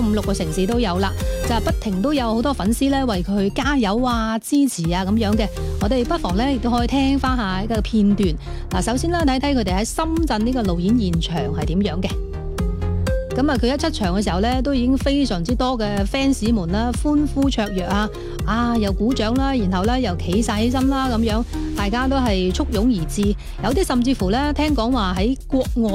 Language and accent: Cantonese; Guangdong, China; 我哋广东人咧系非常之系支持电影啦